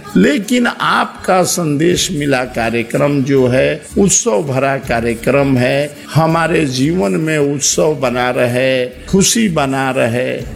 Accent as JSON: {"language": "Hindi", "town": "Gopalganj", "region": "Bihar", "country": "India", "said": "हमारा जिला जो है कृषि प्रधान जिला है जिसमें 95% से अधिक लोग जो है खेती बाड़ी से जुड़े हुए हैं"}